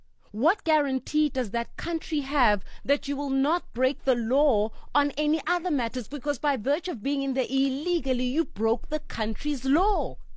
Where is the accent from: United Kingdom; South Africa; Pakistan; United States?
South Africa; I know as a South African citizen